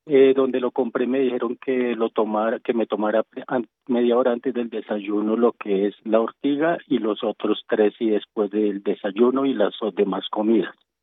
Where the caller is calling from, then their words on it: Bogotá, Colombia; de Bogotá.